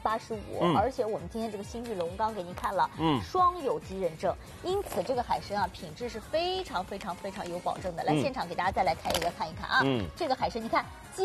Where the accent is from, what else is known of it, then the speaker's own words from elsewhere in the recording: Qingdao, Shandong, China; 当我是青岛人